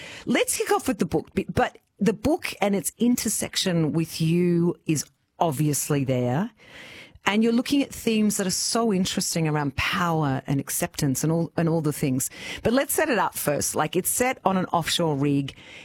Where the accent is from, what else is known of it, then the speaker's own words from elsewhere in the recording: Geelong, Victoria, Australia; I'm from Geelong.